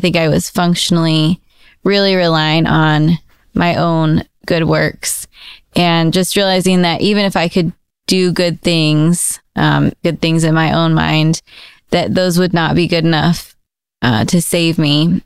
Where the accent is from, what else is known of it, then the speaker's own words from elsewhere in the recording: Wichita, Kansas, United States; I am from Wichita, Kansas, so not not from Texas, but grew up in a church and in a good family that loved the Lord.